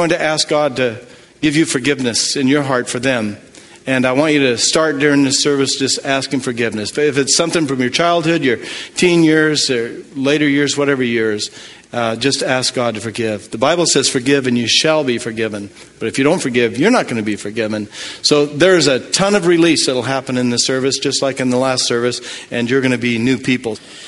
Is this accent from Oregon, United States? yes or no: yes; Portland, Oregon, United States; I was raised in Portland, Oregon. It always rained there except for that one day in summer.